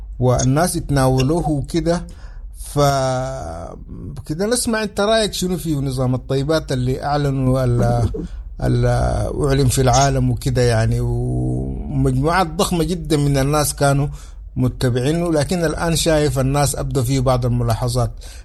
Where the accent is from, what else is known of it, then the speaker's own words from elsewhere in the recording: Sudan; أنا جيت كسوداني